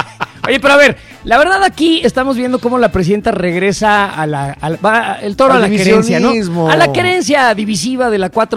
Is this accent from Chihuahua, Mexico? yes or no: no; Mexico City, Mexico; Sí, yo soy del barrio Bravo de San Ángel, ¿ok?